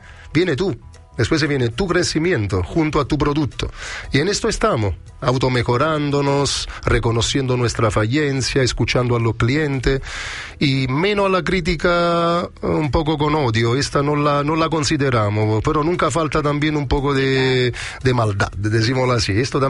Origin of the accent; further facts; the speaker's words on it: Naples, Campania, Italy; moved away; vengo de Nápoles